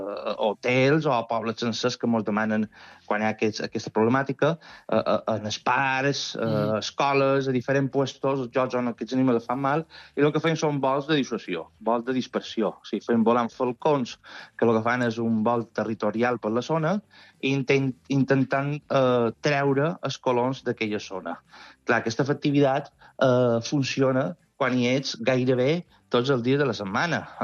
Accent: Mallorca, Balearic Islands, Spain; Sóc a Mallorca, de Mallorca, sí.

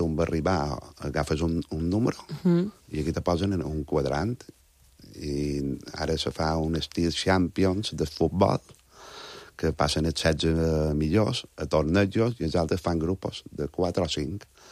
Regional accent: Montuïri, Balearic Islands, Spain; un joc tradicional que tenim en el meu poble, que és Montuïri, que és xatè

